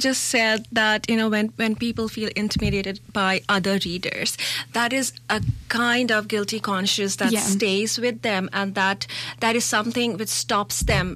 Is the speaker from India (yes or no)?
yes; India; I'm Indian. I grew up in a typical Indian household with so much competition, so much strictness around education and reading every day.